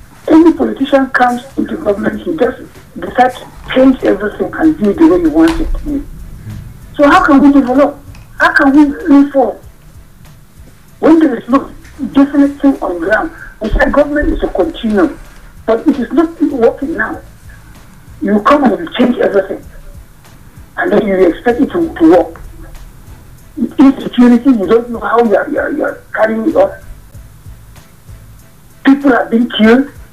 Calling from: Nigeria; from Bakilari.

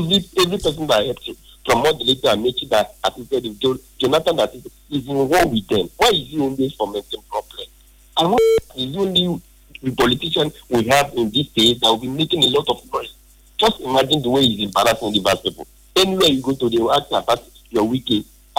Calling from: Rivers, Nigeria; I am from Ikwiri River State, to be specific.

